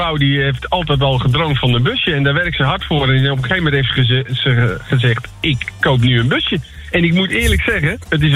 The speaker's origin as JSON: {"language": "Dutch", "town": "Volendam", "region": "North Holland", "country": "Netherlands", "said": "maar ook als Volendammer zijnde."}